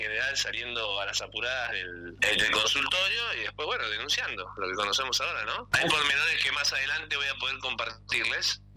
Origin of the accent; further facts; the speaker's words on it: Ushuaia, Tierra del Fuego, Argentina; born there; como vecino, conocedor de Tolhuin, nací en Ushuaia, voy y vengo a Tolhuin